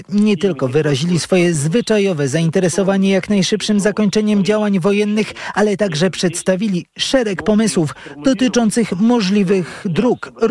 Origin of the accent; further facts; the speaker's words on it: Ukraine; a ja jako Ukrainka chcę, aby tak się stało z zachowaniem naszych terytoriów